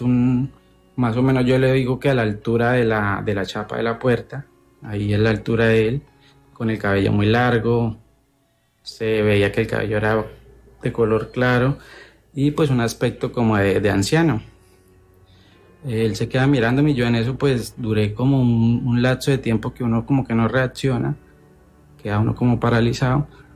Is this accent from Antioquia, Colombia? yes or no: no; Tolima, Colombia; en mi caso yo soy del Tolima y justamente el domingo 9 de agosto viajé a Cali por una cita médica